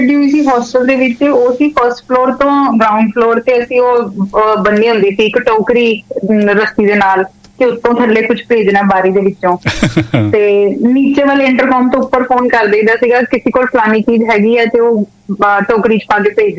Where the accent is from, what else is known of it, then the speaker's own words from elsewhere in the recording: Punjab, India; ਪਿੰਡ ਵਿੱਚ ਪੜੀ ਆ ਮੈਂ, ਕਿਹੜਾ ਸ਼ਹਿਰ ਚ ਪੜੀ ਆ, ਮੇਰਾ ਪਿੰਡ ਵੀ ਤੁਹਾਡੇ ਨਵਾਂ ਸ਼ਹਿਰ ਦੇ ਕੋਲ ਹੀ ਸੀਗਾ